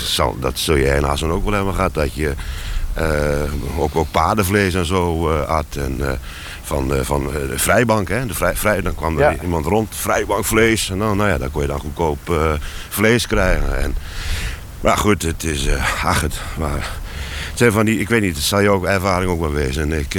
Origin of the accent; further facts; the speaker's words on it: Koevoorde, Overijssel, Netherlands; Ja, nou, je had hier een speeltuin. Een actieve buurt- en speeltuinvereniging.